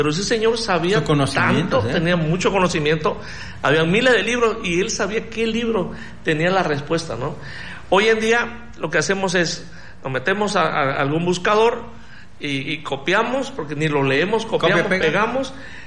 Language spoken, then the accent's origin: Spanish; Tonalá, Mexico; los que somos de aquí de Tonalá